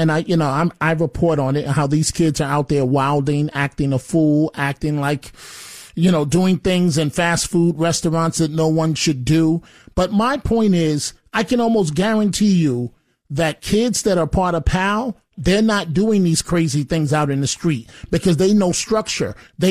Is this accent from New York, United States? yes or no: yes; New York City, New York, United States; when I had nothing growing up in the Bronx, being raised by my grandmother